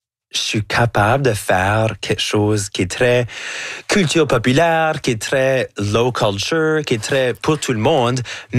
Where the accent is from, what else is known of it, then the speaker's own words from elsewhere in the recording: Canada; accent: Acadian (Chiac); j'ai un accent qui va jamais être neutre. So là, de complètement laisser ça aller, puis de faire tout ce que je fais avec mon accent, avec mon chiac. Pour moi, c'est comme, ah, ben, c'est bien plus fun parce que là, tout d'un coup, je peux comme apporter l'Acadie avec moi partout où j'y vais.